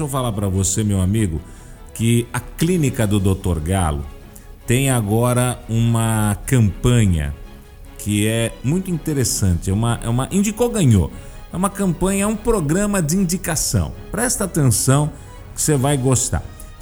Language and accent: Portuguese; Brazil; a gente é brasileiro